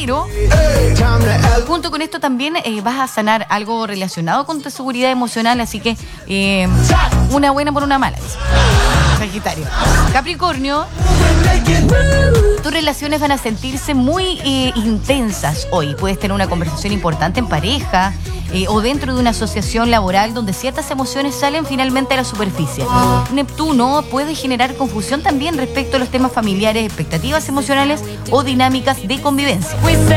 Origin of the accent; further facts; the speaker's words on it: Chile; así somos nosotros los chilenos.